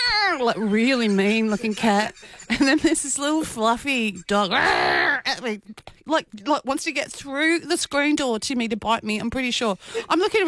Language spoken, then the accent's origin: English; Queensland, Australia; Like, we're from Queensland